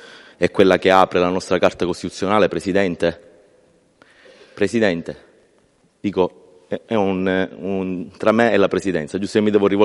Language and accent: Italian; Casteldaccia, Sicily, Italy; quando torno a casa a Casteldaccia, nel piccolo paesino di provincia, in provincia di Palermo